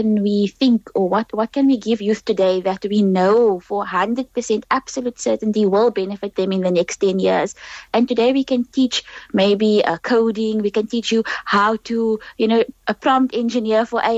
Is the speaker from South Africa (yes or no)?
yes; South Africa; as Muslim youth that grew up for myself, I'm really like growing up in South Africa